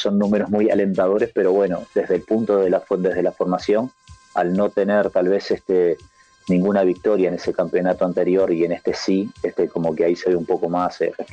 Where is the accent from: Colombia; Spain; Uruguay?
Uruguay; Montevideo; yo soy del Cerro, hicimos baby fútbol ahí en lo que sería Sauce